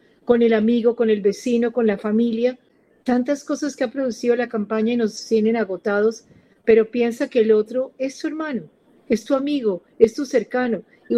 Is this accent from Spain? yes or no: no; Colombia; todos somos colombianos